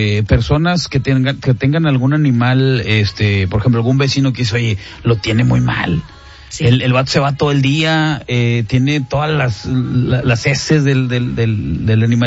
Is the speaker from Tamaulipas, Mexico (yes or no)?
no; Santa Catarina, Nuevo León, Mexico; una paisana mía de allá de mi municipio